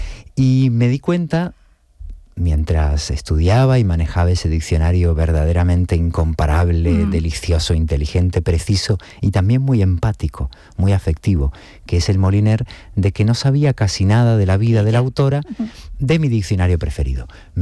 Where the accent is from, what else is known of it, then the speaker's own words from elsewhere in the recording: Buenos Aires, Argentina; que se fuga a Buenos Aires, que casualmente es mi ciudad natal.